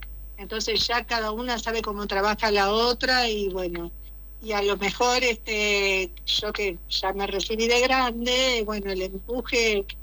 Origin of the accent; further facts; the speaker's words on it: Buenos Aires, Argentina; moved away as an adult; now in Concordia, Argentina; Yo soy de Buenos Aires